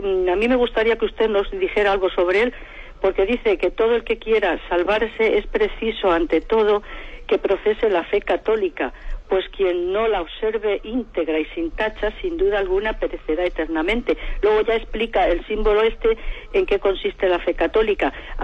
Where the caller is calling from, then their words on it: Madrid, Community of Madrid, Spain; de Madrid.